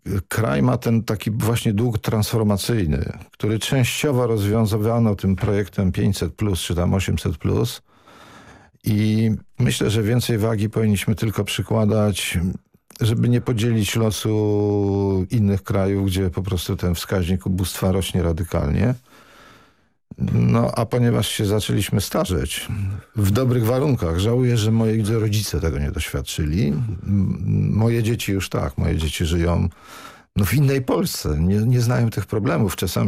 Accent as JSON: {"language": "Polish", "town": "Lubin", "region": "Lower Silesian Voivodeship", "country": "Poland", "moved": "yes", "lives_now": "Warsaw, Poland", "said": "Kiedyś z Warszawy do swojego Lubina, skąd pochodzę, jechałem tym małym Fiatem, nie wiem, 7-8 godzin."}